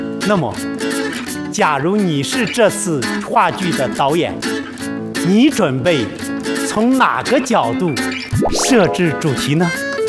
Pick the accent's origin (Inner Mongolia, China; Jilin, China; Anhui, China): Anhui, China; accent: Jianghuai; 我是安徽阜阳亳州那里。